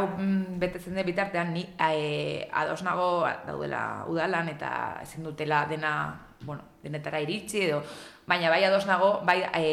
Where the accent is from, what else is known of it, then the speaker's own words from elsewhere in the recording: Hondarribia, Basque Country, Spain; Baina gero, ondo pentsatzen nik Hondarribikoa naiz, eta Hondarribin bizi nahi dut